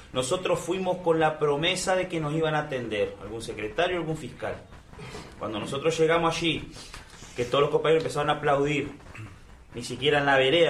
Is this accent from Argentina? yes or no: no; Uruguay; Uruguay, somos muy, contemplamos muchas cosas.